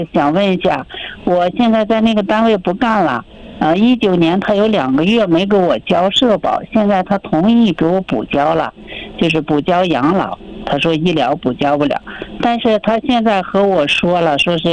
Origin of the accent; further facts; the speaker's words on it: Hohhot, Inner Mongolia, China; 我是呼和浩特的。